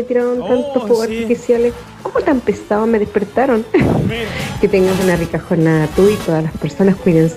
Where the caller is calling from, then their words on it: Viña del Mar, Valparaíso, Chile; Harta agüita aquí en Viña también.